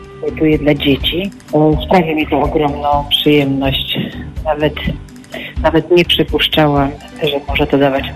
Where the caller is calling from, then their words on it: Gdańsk, Pomeranian Voivodeship, Poland; mieszkam w Gdańsku. Jestem na emeryturze od 3 lat